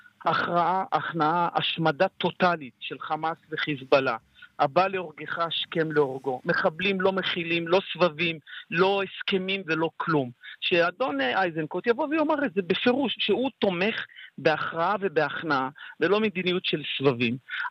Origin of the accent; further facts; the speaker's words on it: Beit She'an, Northern District, Israel; בית שאן זה הבית, זה תבנית נוף מולדתי, שם ביתי, כאן נולדתי, הייתי פה ראש עירייה, חבר מועצת עיר 23 שנים ו5 שנים ראש עיר